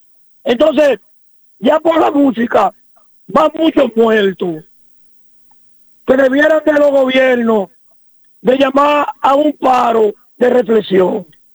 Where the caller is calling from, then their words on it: Dominican Republic; nosotros somos dominicanos y somos alegres